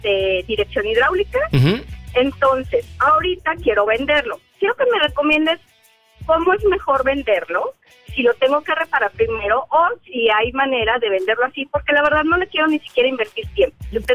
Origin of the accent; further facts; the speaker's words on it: Mexico City, Mexico; now in Monterrey, Mexico; Y yo, de hecho, no soy de Monterrey, yo soy chilanga, orgullosamente chilanga.